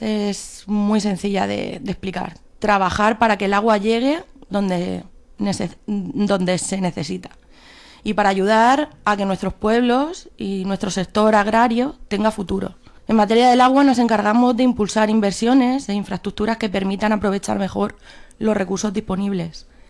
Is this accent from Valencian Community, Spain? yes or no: yes; Albatera, Valencian Community, Spain; Soy de Albatera y, como cualquier persona de la Vega Baja, he crecido escuchando hablar de agua toda la vida.